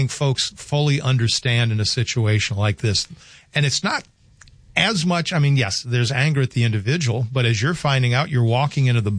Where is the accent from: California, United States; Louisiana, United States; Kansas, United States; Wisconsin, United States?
Louisiana, United States; recognize my home state of Louisiana, very similar to North Dakota in the same way.